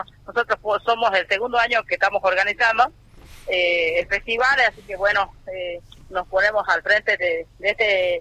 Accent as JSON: {"language": "Spanish", "town": "Aguaray", "region": "Salta", "country": "Argentina", "tie": "born or raised there", "said": "Uno ama a su pueblo, yo mira la edad que tengo, ya tengo 36 años, yo sí nací de criada acá en Aguaray."}